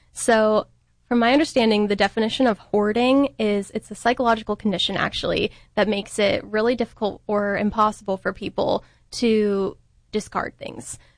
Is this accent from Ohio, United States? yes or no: yes; Cincinnati, Ohio, United States; So I grew up in Cincinnati. So my family is there.